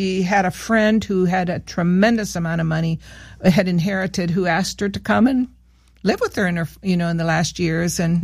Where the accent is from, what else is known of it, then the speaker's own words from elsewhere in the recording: Peru; I had never learned Spanish formally. I was born and raised in Peru